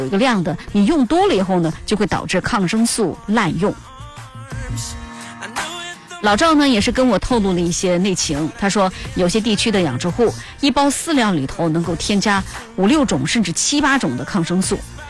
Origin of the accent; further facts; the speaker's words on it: Chongqing, China; 像什么我们重庆人喜欢吃火锅的那些东西啊